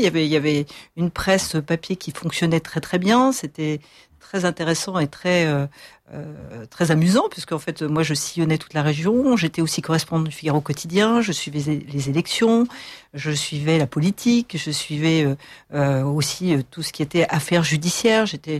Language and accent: French; Lyon, Auvergne-Rhône-Alpes, France; Moi je suis lyonnaise. Je suis née à Lyon il y a quelques années déjà